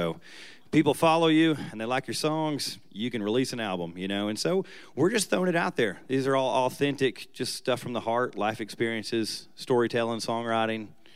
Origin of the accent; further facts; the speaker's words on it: Townsend, Tennessee, United States; I'm from Townsend